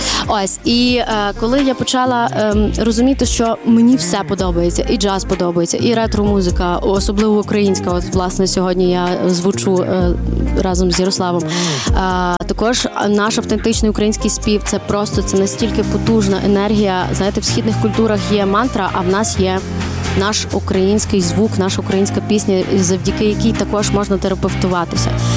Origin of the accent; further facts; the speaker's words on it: Ivano-Frankivsk Oblast, Ukraine; Я з Коломийщини, і я росла на хуторі, в прямому сенсі слова. Тобто я хуторянка.